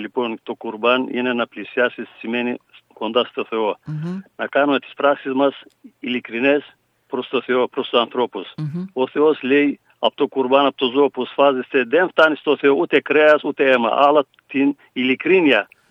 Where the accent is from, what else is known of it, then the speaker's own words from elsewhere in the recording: Sidiro, Eastern Macedonia and Thrace, Greece; θα είμαι και εγώ στο χωριό μου